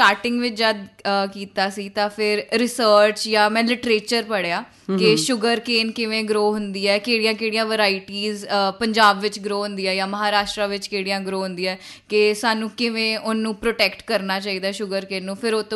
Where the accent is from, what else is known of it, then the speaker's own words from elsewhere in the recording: Punjab, India; ਅਤੇ ਕਿਉਂਕਿ ਮੈਂ ਪੰਜਾਬ ਤੋਂ ਬਿਲੋਂਗ ਕਰਦੀ ਹਾਂ ਅਤੇ ਐਗਰੀਕਲਚਰ ਹਾਰਟਲੈਂਡ ਬੋਲਦੇ ਹਨ ਇਹਨੂੰ ਇੰਡੀਆ ਦਾ